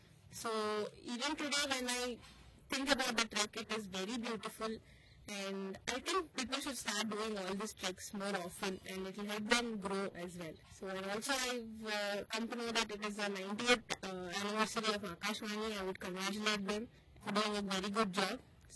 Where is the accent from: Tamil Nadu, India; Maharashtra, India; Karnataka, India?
Karnataka, India; Mysore; I'm from Mysore.